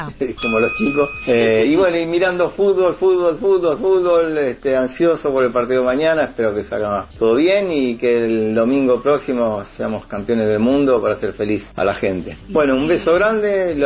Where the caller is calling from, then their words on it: Quilmes, Buenos Aires Province, Argentina; de Quilmes.